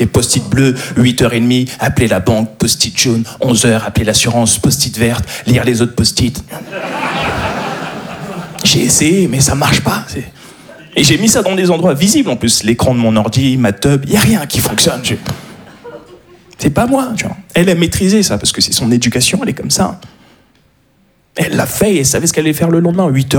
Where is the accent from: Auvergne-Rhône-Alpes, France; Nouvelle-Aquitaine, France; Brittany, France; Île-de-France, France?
Île-de-France, France; Paris; Je suis un parisien, voilà ce que je suis.